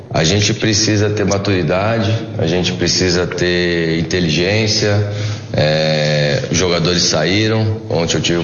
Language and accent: Portuguese; São Paulo, Brazil; cara, eu sou aqui de São Paulo, né? O que me trouxe vir aqui para Ponte Preta é o desafio.